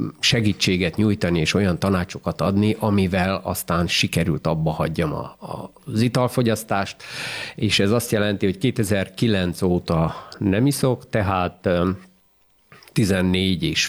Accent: Marghita, Bihor, Romania; Margitán születtem, ott is nevelkedtem, ott érettségiztem

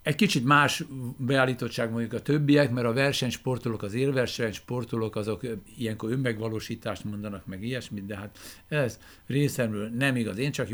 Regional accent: Budapest, Hungary; 1953-ban születtem Budapesten, Angyalföldön. A szüleim a Szlovákiából áttelepített emberek. A édesanyám Pozsony mellől Liget Újfaluról származik

